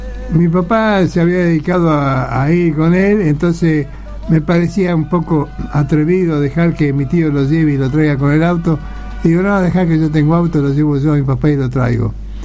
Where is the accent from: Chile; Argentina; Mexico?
Argentina; Somos todos argentinos